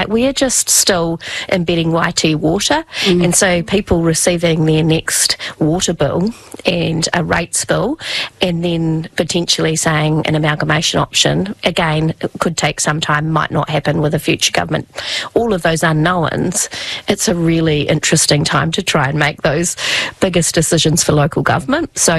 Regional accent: Wellington, New Zealand; Wairarapa proud. I love that I come from Wairarapa.

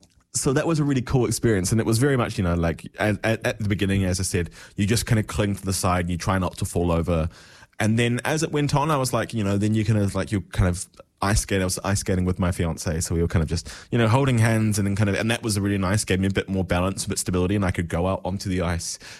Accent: Southland, New Zealand; growing up in the South Island, right? Like, so like, the nearest town to me growing up was Gore, and Gore had a really good ice rink

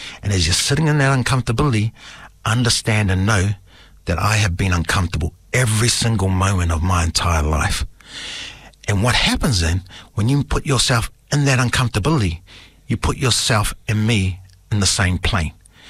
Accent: Whakatane, Bay of Plenty, New Zealand; born there; also born or lived in Matata; I was born in Whakatane.

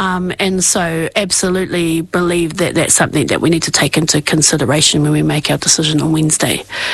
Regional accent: Masterton, Wellington, New Zealand; I'm born and bred in Masterton. You know, Masterton is our town.

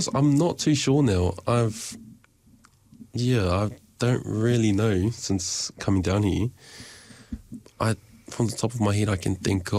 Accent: Tauranga, Bay of Plenty, New Zealand; also born or lived in Opotiki; So I was like, we lived in Tauranga growing up. So I was like, we went to school in Tauranga

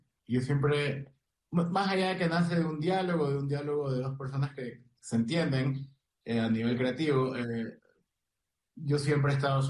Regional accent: Guayaquil, Guayas, Ecuador; Por ejemplo, yo tenía como guayaquileño una idea de que el centro histórico de Quito era blanco, ¿ya?

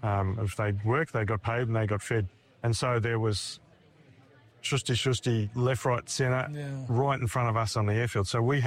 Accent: Australia; I'm an Australian.

